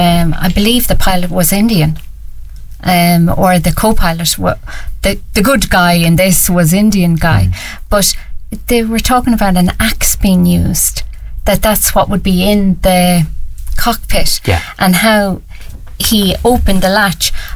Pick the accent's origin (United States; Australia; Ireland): Ireland